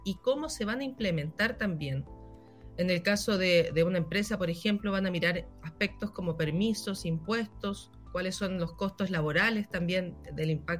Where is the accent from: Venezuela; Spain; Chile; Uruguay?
Chile; todos nosotros como chilenos